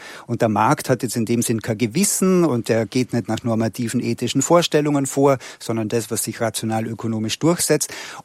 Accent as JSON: {"language": "German", "country": "Austria", "moved": "yes", "said": "ich bin ja aus Österreich"}